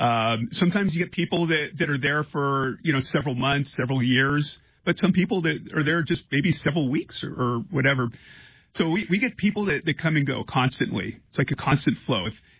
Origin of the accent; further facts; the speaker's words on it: Czechia; And I left Kosovo like within the next couple weeks, and I returned to my home country. I was in the Czech Republic